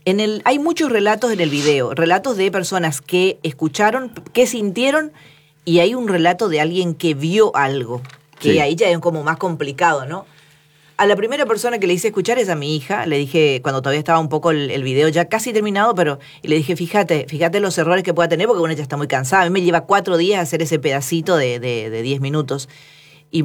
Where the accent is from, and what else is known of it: Argentina